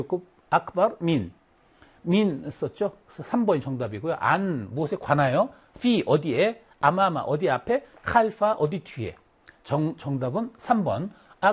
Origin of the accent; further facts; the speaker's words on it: Wonju, Gangwon, South Korea; 나는 원주라고 생각하는데, 내 고향 원주가 제일 예쁘다고 생각하는데, 약간 그 개인적인 의견인 것 같아요.